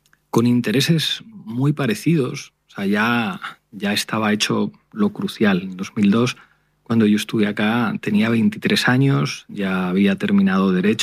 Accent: Soria, Castile and León, Spain; also born or lived in Madrid; Nací en Madrid, pero me crié en Soria, que es una ciudad muy pequeñita en Castilla, una ciudad conocida porque algunos poetas españoles importantes vivieron allí, como Gustavo Adolfo Bécquer o como Antonio Machado.

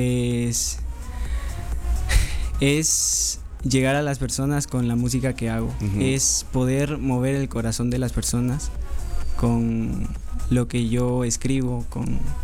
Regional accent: Cobán, Alta Verapaz, Guatemala; Yo soy de aquí de Cobán, Alta Verapaz.

